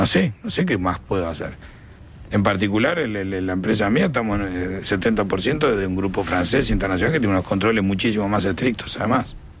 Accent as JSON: {"language": "Spanish", "country": "Uruguay", "said": "Como empresario uruguayo te digo eso."}